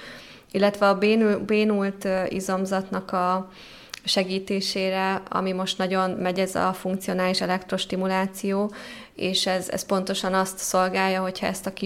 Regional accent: Hungary; born there; moved away as an adult; now in Budapest, Hungary; Nincs saját családom, de külön élek. A szüleim, ők ott vannak vidéken, úgyhogy én itt élek albérletben.

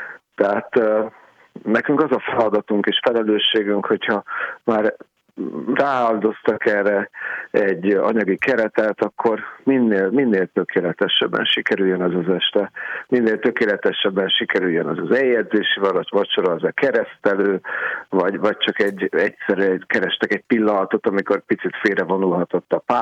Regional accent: Budapest, Hungary; de a Modizsmond körtér mellett nőttem fel, és ott a Gellért szállodában nagyon sok izgalmas autót láttam

